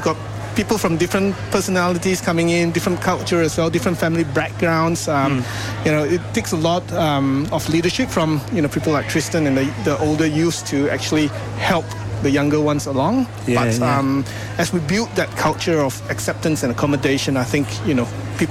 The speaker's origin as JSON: {"language": "English", "country": "Malaysia", "moved": "yes", "lives_now": "Australia", "said": "So I'm from Malaysia"}